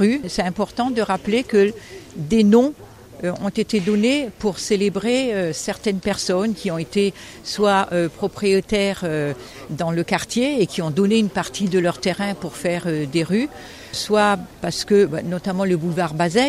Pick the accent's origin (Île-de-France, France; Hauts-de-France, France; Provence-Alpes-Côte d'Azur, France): Provence-Alpes-Côte d'Azur, France; Toulon; born there; Déjà parce que je suis née à Toulon, que l'histoire de Toulon est vraiment très riche.